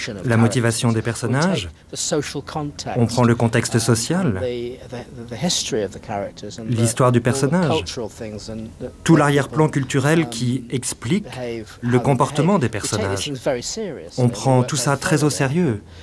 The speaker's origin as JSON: {"language": "French", "town": "Manchester", "region": "North West England", "country": "United Kingdom", "tie": "born or raised there", "said": "Le fait est que j'ai grandi à Manchester, dans les années 50, dans ce nord de l'Angleterre industriel, sale, gris."}